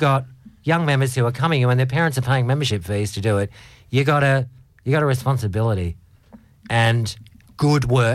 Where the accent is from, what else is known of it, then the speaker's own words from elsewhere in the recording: Tasmania, Australia; I grew up in Tasmania